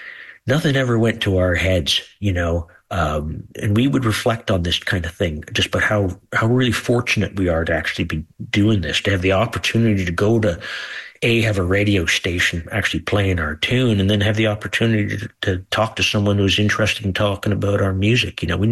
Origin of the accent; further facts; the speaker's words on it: Kingston, Ontario, Canada; We're just guys from Kingston, Ontario